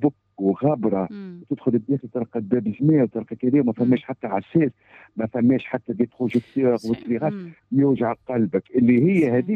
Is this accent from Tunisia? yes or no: yes; Tunisia; moved away; وعشت في أوروبا اللي معناها مش شغلة أخرى، فهمت، من الإكستريم للإكستريم، وعندي بلادي في الوسط